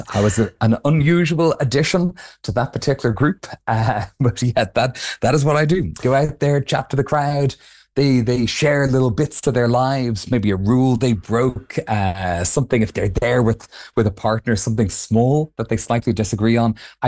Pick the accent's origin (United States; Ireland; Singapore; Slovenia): Ireland; Growing up in Ireland, in my specific area, again, I was a child.